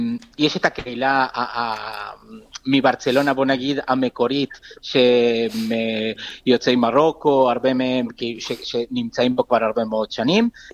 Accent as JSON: {"language": "Hebrew", "country": "Argentina", "moved": "yes", "lives_now": "Barcelona, Spain", "said": "בוא נגיד שגם אני ארגנטינאי במקור."}